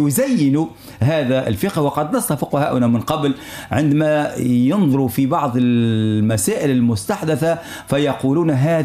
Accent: Tunisia; ونحن في تونس

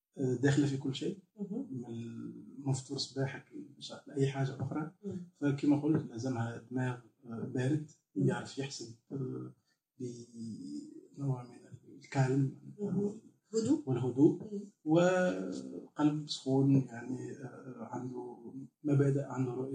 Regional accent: Sousse, Sousse Governorate, Tunisia; اي اكيد، بوم ايمن بيتي من سوسه، مولود في سوسه، دونك بيتي بيئه تونسيه عاديه جدا

